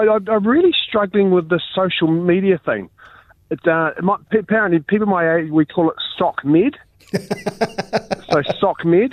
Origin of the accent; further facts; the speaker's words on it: Hawke's Bay, New Zealand; I'm from Tuki Tuki. My parents, you know, on dad's side, the shearers from Bridge Par, and mum's side, the orchardist from Hastings. So we've been here for a long while.